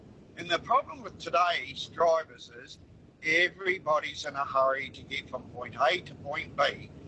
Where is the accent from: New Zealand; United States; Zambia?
New Zealand; I come from New Zealand, and I've never had driven in traffic like this.